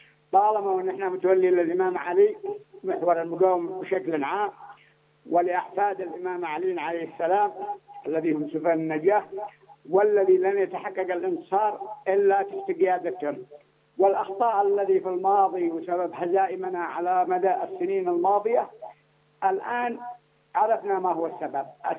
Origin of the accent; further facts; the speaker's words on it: Yemen; عندنا في اليمن